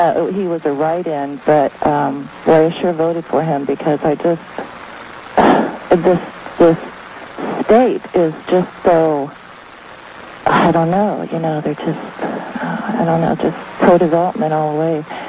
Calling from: Homer, Alaska, United States; from Homer, Alaska.

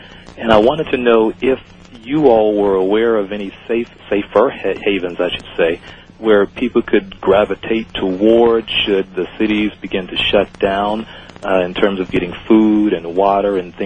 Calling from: Los Angeles, California, United States; I am calling you from Stargate Records here in Los Angeles.

